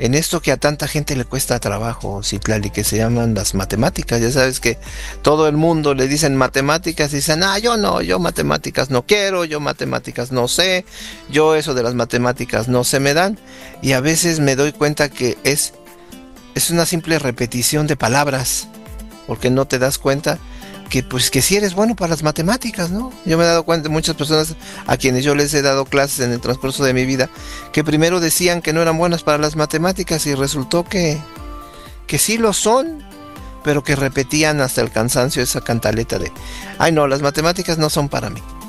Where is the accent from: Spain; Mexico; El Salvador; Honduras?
Mexico; Córdoba, Veracruz; born there